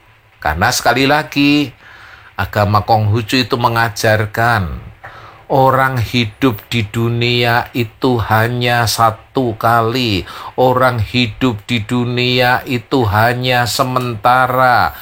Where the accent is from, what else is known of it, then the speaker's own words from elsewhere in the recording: Surakarta, Central Java, Indonesia; kita ini orang Solo.